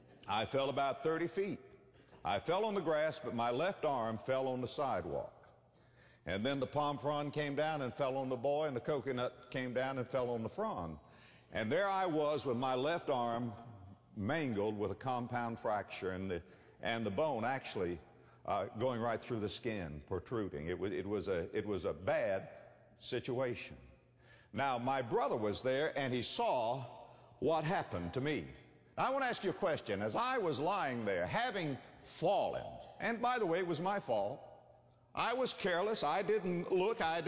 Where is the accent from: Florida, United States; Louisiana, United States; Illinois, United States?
Florida, United States; West Palm Beach; I was raised in West Palm Beach, Florida. One of the things that we loved to do in the wintertime, my brother and I, was to collect coconuts and sell them to the Yankees.